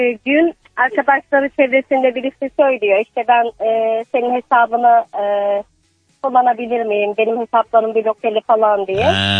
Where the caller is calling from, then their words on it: Istanbul, Turkey; İstanbul Esenler'den arıyorum.